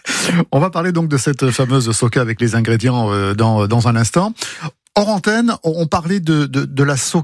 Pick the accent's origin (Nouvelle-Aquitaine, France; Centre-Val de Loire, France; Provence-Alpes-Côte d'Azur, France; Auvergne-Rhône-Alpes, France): Provence-Alpes-Côte d'Azur, France; Chez nous, dans le Var